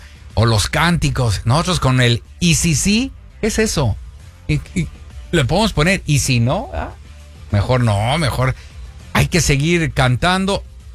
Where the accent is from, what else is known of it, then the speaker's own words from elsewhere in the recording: Mexico; Somos los mexicanos, la neta del planeta.